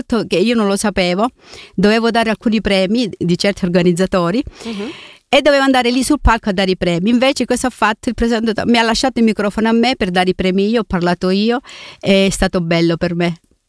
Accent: San Pietro a Maida, Calabria, Italy; moved away as an adult; now in Switzerland; Se vuoi sapere il paese, non mi vergogno a dirlo, San Pietro a Maida di Catanzaro. Io sono onorata di essere di San Pietro a Maida. È il mio paese nativo, dove sono nata e cresciuta. Io sono venuta da grande qua in Svizzera.

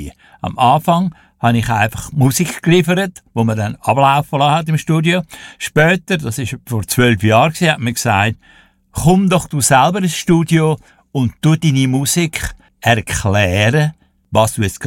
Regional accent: Wallisellen, Zurich, Switzerland; Ich bin geboren in Zürich, aber aufgewachsen in Wallisellen.

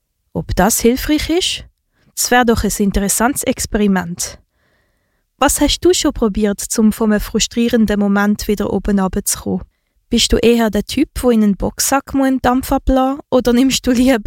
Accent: Switzerland; Sind wir Schweizer denn genug frustriert, um unseren Frust rauszuschreien?

